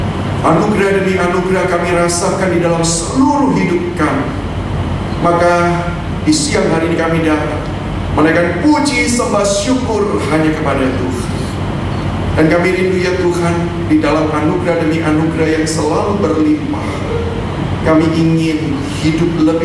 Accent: Surabaya, East Java, Indonesia; Saya berasal dari Surabaya dan saat ini saya melayani sebagai dosen dan kepala pusat kerohanian di Universitas Kristen Petra Surabaya.

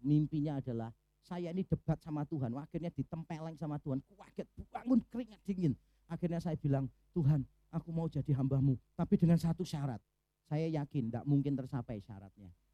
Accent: Semarang, Central Java, Indonesia; moved away; saya berasal dari Semarang.

